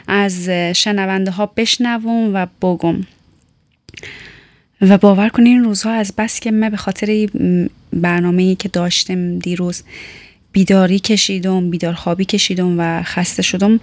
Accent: Tehran, Tehran Province, Iran; چون همیشه گفتم متولد ایران هستم، خودم در کوچه پس کوچه های تهران میدیدم و سرگرم بازی و شیطنت و راه مدرسه

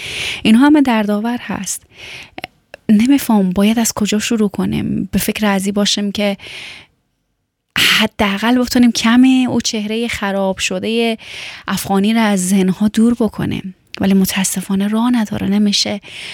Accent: Afghanistan; باور کنین من چند وقت پیش با یک آلمانی صحبت میکردم که بالاخره وسیله میخواستم بخرم، و این وقتی که فهمید من از افغانستان هستم

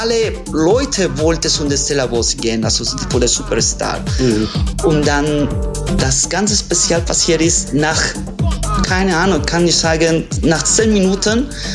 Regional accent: Colombia; now in Germany; Ich bin aus Kolumbien. Ich bin hier in Deutschland ungefähr 15 Jahre.

